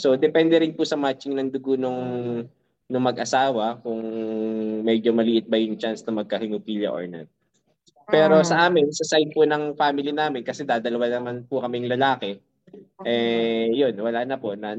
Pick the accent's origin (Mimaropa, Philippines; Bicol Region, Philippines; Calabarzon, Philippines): Mimaropa, Philippines; Pero ako sinacrifice ko yon at umuwi talaga ako ng Mindoro. Dito talaga ako nag-focus.